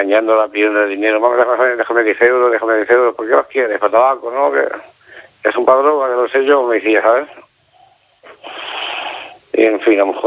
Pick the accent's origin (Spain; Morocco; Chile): Spain; Lleida, Catalonia; Yo soy de Lleida.